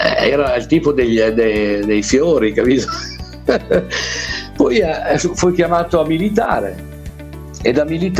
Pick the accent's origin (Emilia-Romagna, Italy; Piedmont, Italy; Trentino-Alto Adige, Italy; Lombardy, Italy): Emilia-Romagna, Italy; Reggio Emilia; Io vengo da Reggio Emilia.